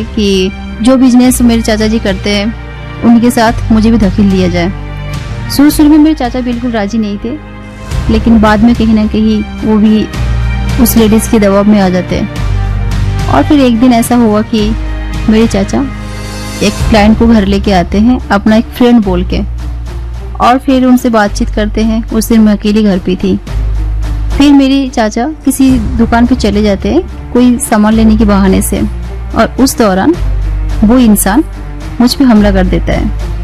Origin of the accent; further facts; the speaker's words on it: Kanpur, Uttar Pradesh, India; now in Delhi, India; और मैं कानपुर की रहने वाली हूँ।